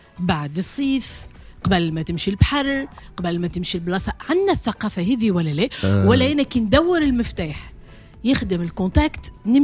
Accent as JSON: {"language": "Arabic", "country": "Tunisia"}